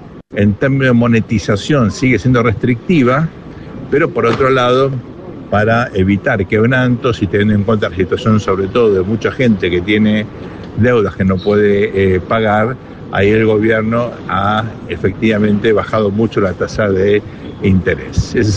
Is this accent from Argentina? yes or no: yes; Argentina; Somos argentinos